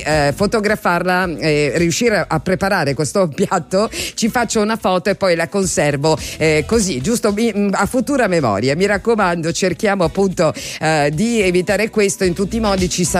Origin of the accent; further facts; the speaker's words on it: Apulia, Italy; noi che siamo pugliesi